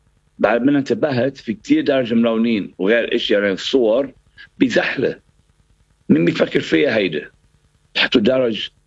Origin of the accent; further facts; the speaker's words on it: Kfar Dina, North Governorate, Lebanon; moved away as an adult; now in Sydney, Australia; أنا حظي حلو ما 18 سنة طلعت أنا دعمتي أنا أصلي من الشمال